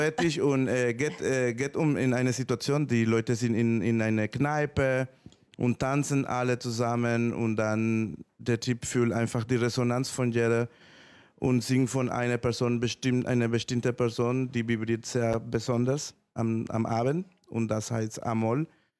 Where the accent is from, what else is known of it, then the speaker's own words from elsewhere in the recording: Nicaragua; German is a second language; In Nicaragua, ich komme aus Nicaragua